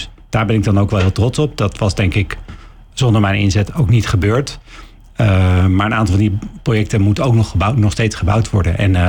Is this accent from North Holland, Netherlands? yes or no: yes; Haarlem, North Holland, Netherlands; Nou, ik ben geboren Haarlemmer. Ik ben super trots op deze stad.